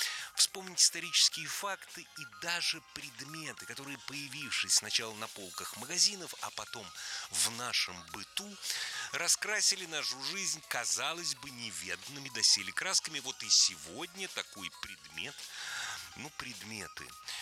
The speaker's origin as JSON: {"language": "Russian", "region": "Moscow", "country": "Russia", "said": "как настоящий москвич"}